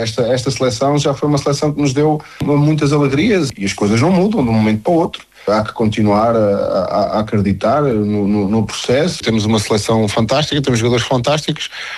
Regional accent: Portugal; eu, como português

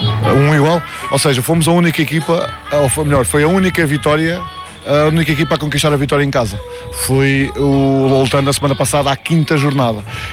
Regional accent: Coimbra, Portugal

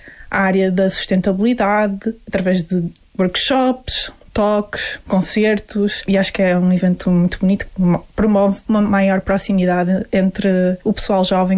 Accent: Porto, Norte, Portugal; moved away as an adult; now in Faro, Portugal; tenho 34 anos de idade, sou originalmente do Porto, mas estou emprestada aqui a Faro

